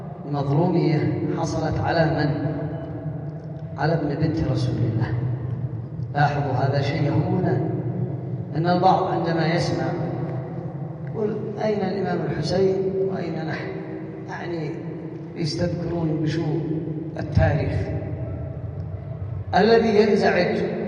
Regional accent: Yemen; ونحن كيمنيين

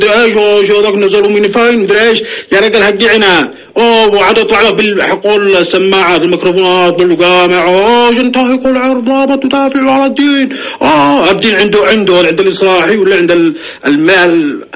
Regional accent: Yemen; نحن مجتمع يمني متماسك ثقافة واحدة دين واحد أخلاق واحدة عادة وتقاليد

